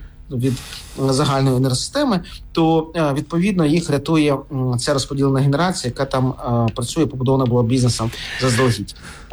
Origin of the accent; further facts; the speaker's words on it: Kharkiv, Kharkiv Oblast, Ukraine; позаминулого року мій рідний Харків провів на 2,2 мільярда гривень тендери